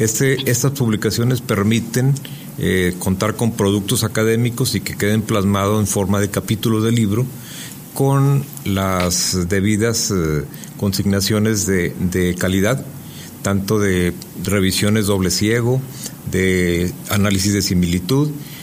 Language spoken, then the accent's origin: Spanish; Durango, Mexico; now in Torreón, Mexico; A pesar de que soy duranguense, pues ahora vengo de visita, soy avecindado en, en la comarca lagunera, en Torreón